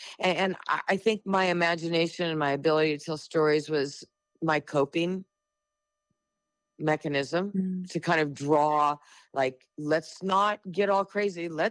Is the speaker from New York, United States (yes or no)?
no; Brawley, California, United States; also born or lived in Yuma, Arizona; I was born in Yuma, Arizona, and I was raised in a very small agricultural town, Brawley, California, in the Imperial Valley on the inland tip of California.